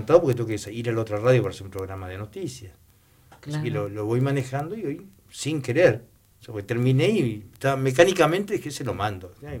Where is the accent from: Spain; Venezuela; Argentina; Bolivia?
Argentina; Santa Cruz